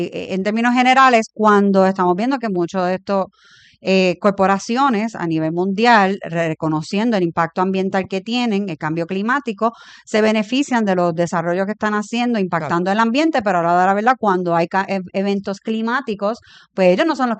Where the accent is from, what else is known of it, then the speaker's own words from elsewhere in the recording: Cabo Rojo, Puerto Rico; yo soy de Cabo Rojo y he correteado toda esa área